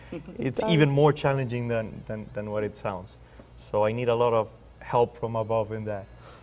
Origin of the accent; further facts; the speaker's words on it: Dominican Republic; moved away as an adult; now in Miami, United States; so currently I'm from the Dominican Republic, and I'm here in Miami.